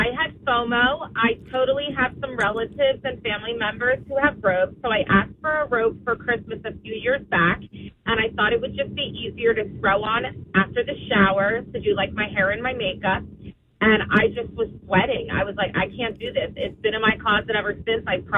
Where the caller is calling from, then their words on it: Ocean Township, New Jersey, United States; Ocean Town